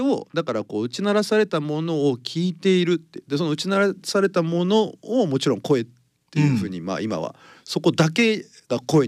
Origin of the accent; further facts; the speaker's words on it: Uchinada, Ishikawa, Japan; 内灘町出身です。